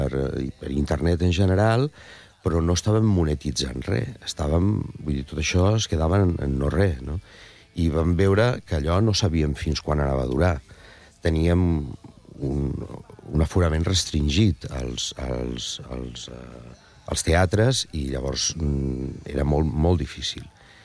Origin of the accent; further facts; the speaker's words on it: Alcoy, Valencian Community, Spain; del meu poble, d'Alcoi